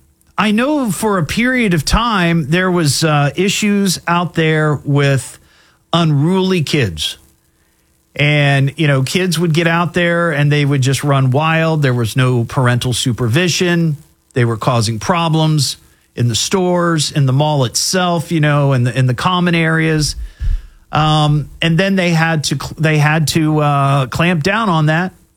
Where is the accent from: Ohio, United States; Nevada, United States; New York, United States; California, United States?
Ohio, United States; Beavercreek; But, you know, I grew up in Beaver Creek. So the mall that I primarily went to with my friends, my mom and dad, whoever, was the Dayton Mall.